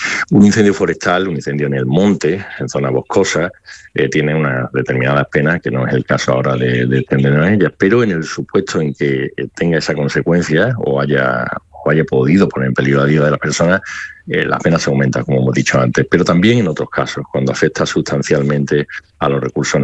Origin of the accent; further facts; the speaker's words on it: Cazalla de la Sierra, Andalusia, Spain; born there; moved away; Sí, soy un sevillano de Cazalla de la Sierra